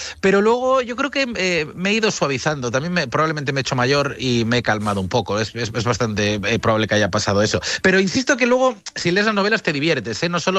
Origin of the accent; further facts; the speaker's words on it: Vigo, Galicia, Spain; born there; Vigo, que yo vivo en Madrid y nací en Vigo, son dos ciudades que conozco a la perfección.